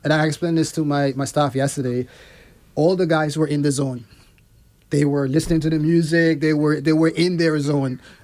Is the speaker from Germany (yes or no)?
no; Cockburn Town, Grand Turk, Turks & Caicos Islands; born and raised in Grand Turk.